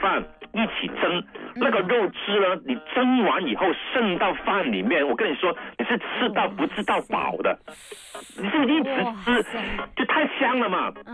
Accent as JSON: {"language": "Chinese", "region": "Guangdong", "country": "China"}